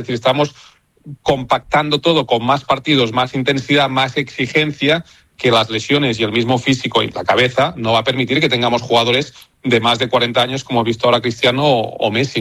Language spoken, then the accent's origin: Spanish; Catalonia, Spain; Soy catalán, pero no hay problema, no te preocupes.